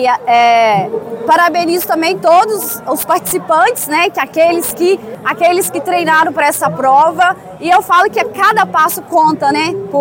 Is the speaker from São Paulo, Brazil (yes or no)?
no; Manhuaçu, Minas Gerais, Brazil; Eu sou de Manhuaçu, eu faço meus treinamentos em Belo Horizonte.